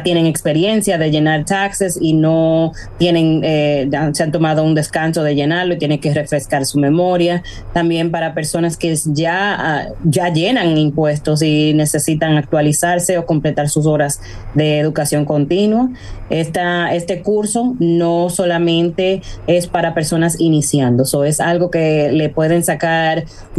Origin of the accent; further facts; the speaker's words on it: Cibao, Dominican Republic; accent: Cibaeño; Y yo sé que yo tengo mi acento y soy bien cibaeña. No lo niego.